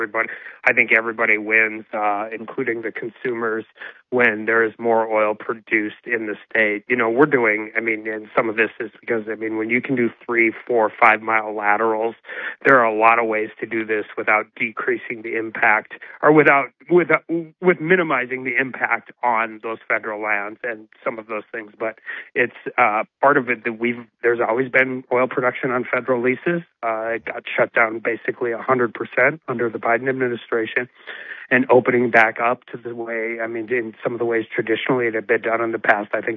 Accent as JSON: {"language": "English", "town": "Dickinson", "region": "North Dakota", "country": "United States", "tie": "born or raised there", "said": "I grew up in Dickinson, spent my formative years bow hunting in the Badlands"}